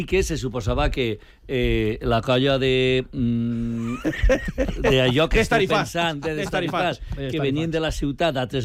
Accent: Valencia, Valencian Community, Spain; born there; moved away; also born or lived in Catarroja / Torrent / Barcelona / Madrid; jo sóc de la ciutat de València perquè vaig néixer allí i després he viscut en molts llocs, en Catarroja, en Torrent, en Barcelona, en Madrid, etc.

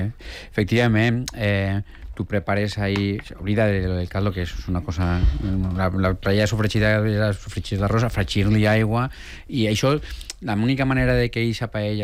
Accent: Xàtiva, Valencian Community, Spain; jo soc d'Aixat

